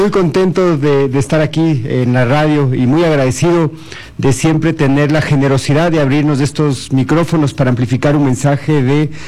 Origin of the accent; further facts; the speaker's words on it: Quito, Pichincha, Ecuador; born there; Yo nací aquí en Quito. Nací un 24 de marzo de 1982.